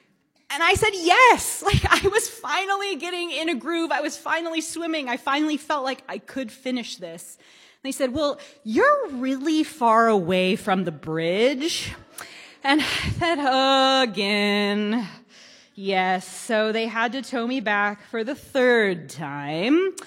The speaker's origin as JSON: {"language": "English", "region": "Michigan", "country": "United States", "tie": "born or raised there", "said": "My best friend from growing up in Michigan surprised me at the end."}